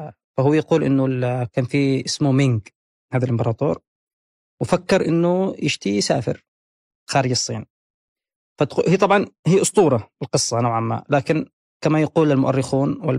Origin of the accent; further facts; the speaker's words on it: Yemen; لما قلت له من اليمن